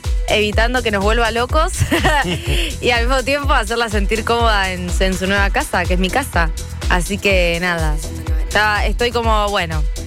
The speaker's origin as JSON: {"language": "Spanish", "country": "Argentina"}